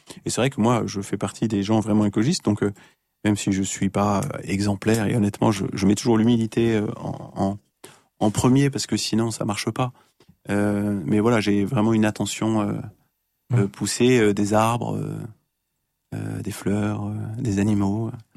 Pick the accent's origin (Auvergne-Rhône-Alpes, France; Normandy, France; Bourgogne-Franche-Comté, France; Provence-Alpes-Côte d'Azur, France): Auvergne-Rhône-Alpes, France; parce que on est aussi de la Savoie. Et donc, en Savoie, j'ai toujours abattu des arbres, les pins principalement.